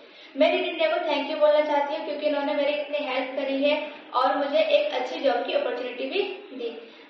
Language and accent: Hindi; Rampur, Uttar Pradesh, India; मैं PWD colony बदोरी टोला रामपुर उत्तर प्रदेश की रहने वाली हूँ।